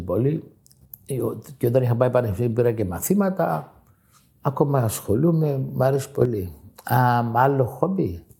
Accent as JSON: {"language": "Greek", "country": "Greece", "said": "εμείς σαν Έλληνες"}